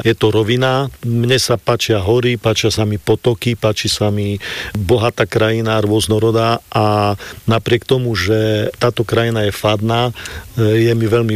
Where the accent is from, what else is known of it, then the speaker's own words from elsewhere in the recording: Čečehov, Košice Region, Slovakia; also born or lived in Prague; Ja nie som len rodák z Čečehova, ale ja som občan Čečehova, pretože ja som v podstate nikdy nemal inde trvalý ani prechodný pobyt, stále som tu.